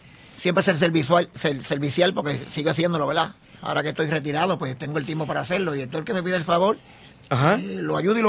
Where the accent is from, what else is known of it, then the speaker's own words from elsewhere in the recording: Toa Baja, Puerto Rico; also born or lived in Cidra, Puerto Rico; now in Salinas, Puerto Rico; me moví cuando abrió la escuela del albergue y me quedé en Salinas, pero natural de Sidra y criado y estudiado en Toa Baja.